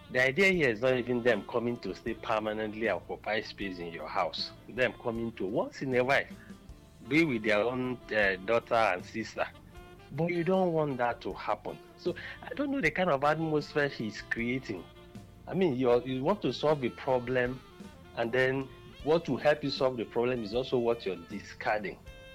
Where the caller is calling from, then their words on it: Enugu, Enugu State, Nigeria; I'm calling you from Enugu.